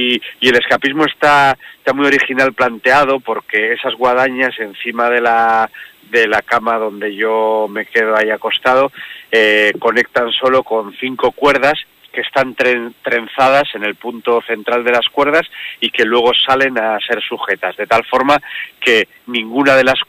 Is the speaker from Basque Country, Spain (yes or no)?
no; Polanco, Cantabria, Spain; Polanco, que es mi pueblo